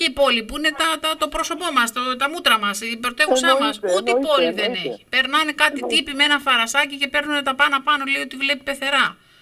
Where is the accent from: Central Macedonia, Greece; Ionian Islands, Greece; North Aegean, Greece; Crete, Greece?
Ionian Islands, Greece; Laganas; Πάω στο χωριό μου, στο Λαγανά